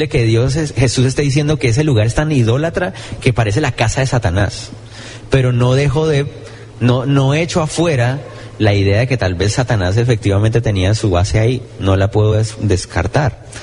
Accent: Guatemala; born there; Yo nací en Guatemala y amo mi país también. Amo Colombia también, más también.

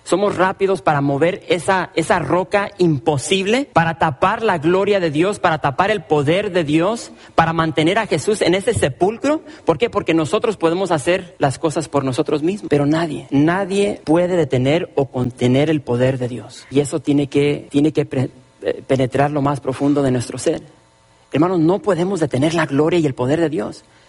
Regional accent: United States; yo soy pocho, yo soy aquí de Estados Unidos, mis padres son de México

